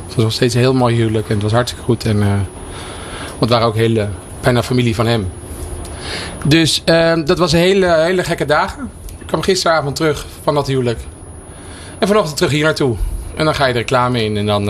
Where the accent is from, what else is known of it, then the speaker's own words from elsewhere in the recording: Amsterdam, North Holland, Netherlands; We komen allebei uit Amsterdam-Noord.